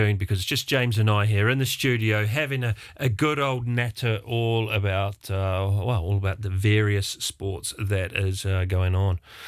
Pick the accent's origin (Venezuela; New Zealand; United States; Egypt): New Zealand